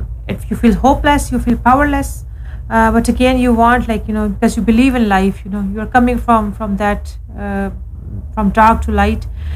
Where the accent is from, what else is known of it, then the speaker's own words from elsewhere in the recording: Pakistan; now in Ireland; I'm originally from Pakistan.